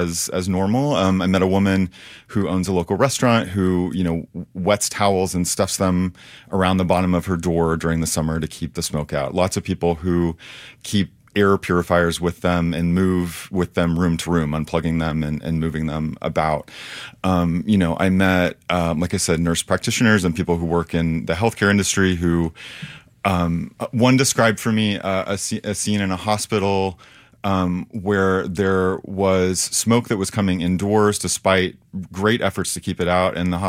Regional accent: Great Plains, United States; also born or lived in East Coast; now in Oregon, United States; So I'm fairly new to Oregon and to this region. I moved from the East Coast a couple years ago. I grew up in the Great Plains.

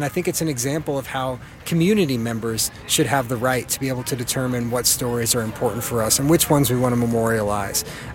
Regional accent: Virginia, United States; Interestingly, I'm actually from Virginia and grew up pretty close to where York was born and raised

